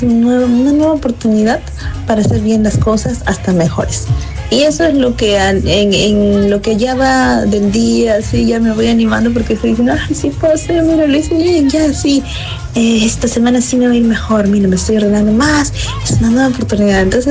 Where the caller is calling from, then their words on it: Lima, Peru; de Los Olivos.